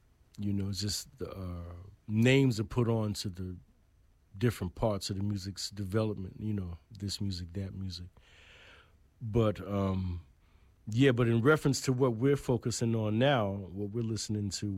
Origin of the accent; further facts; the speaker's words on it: Brooklyn, New York, United States; I remember seeing Rashid when I was a child, you know, because I grew up in Brooklyn